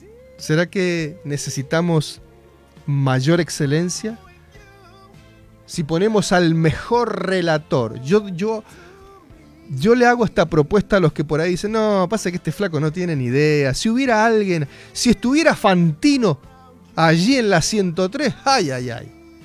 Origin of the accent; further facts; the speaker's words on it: Argentina; lo hago porque soy argentino.